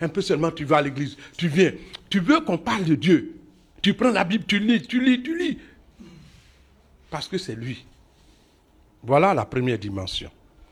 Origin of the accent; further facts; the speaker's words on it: Abidjan, Côte d’Ivoire; j'ai fait toute mon enfance à Port-Boué